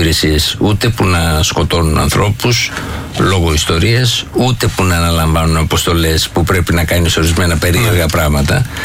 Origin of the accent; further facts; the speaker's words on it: Paros, South Aegean, Greece; Ναι, η Πάρος είναι η ιδιαίτερη μου πατρίδα, ναι, όπως ξέρεις. Εκεί, ναι, έκανε ένα δικαστήριο στο χωριό μου.